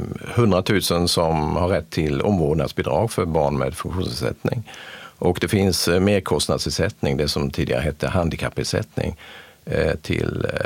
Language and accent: Swedish; Sweden; det här är den viktigaste försäkringen som vi svenskar har.